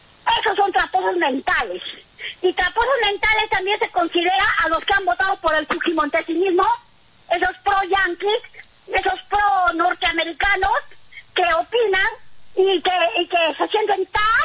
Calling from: Peru; a mí, como peruana

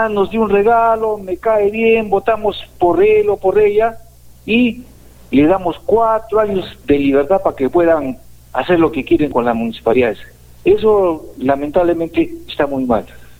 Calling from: Cerro Colorado, Arequipa, Peru; Soy poblador de Cerro Colorado

